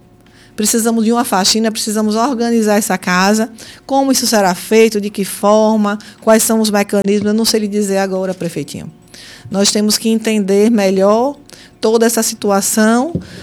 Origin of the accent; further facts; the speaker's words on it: Brazil; enquanto brasileira